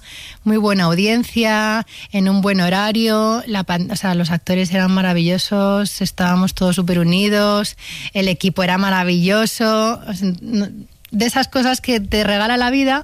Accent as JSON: {"language": "Spanish", "country": "Spain", "said": "Somos españoles todos y lo que nos importa es la familia."}